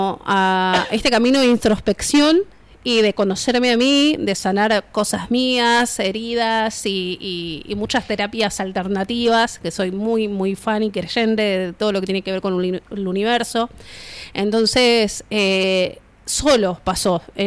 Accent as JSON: {"language": "Spanish", "town": "Río Gallegos", "region": "Santa Cruz", "country": "Argentina", "said": "Soy de acá."}